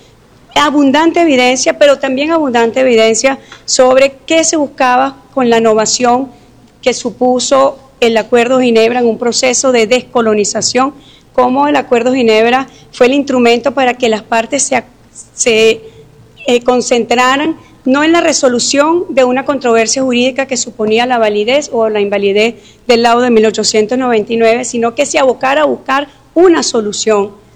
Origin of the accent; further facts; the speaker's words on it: Venezuela; el profundo orgullo que siento como venezolana de haber venido a la Corte Internacional de Justicia